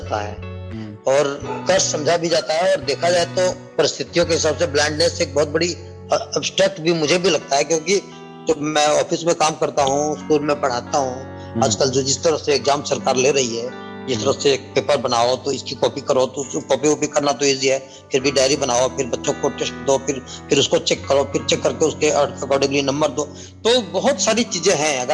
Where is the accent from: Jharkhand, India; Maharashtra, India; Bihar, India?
Jharkhand, India; मैं झारखंड से बिलोंग करता हूँ